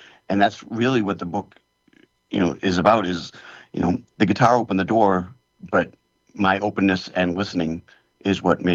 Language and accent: English; United States; I'm this American guy.